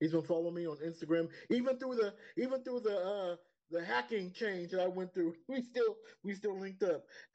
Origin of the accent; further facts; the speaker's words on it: San Jose, California, United States; And I was born and raised in San Jose.